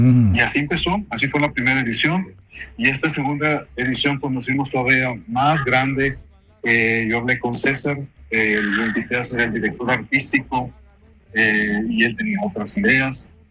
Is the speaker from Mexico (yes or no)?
yes; Mexico; now in Switzerland; sino qué sucede con nuestra cultura mexicana al vivir fuera de México y cómo se adapta esta cultura, vamos a decir, a este país que nos... que es nuestra casa ahora, que es Suiza.